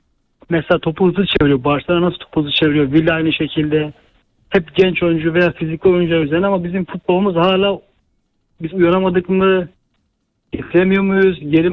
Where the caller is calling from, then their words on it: Istanbul, Turkey; İstanbul'dan arıyorum. 38 yaşındayım.